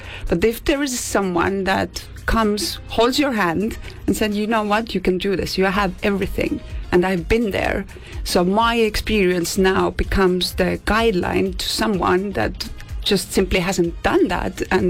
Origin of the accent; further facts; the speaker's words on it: Estonia; So I am from Estonia, which when people don't know where Estonia is, I always ask, do you know where Santa Claus lives?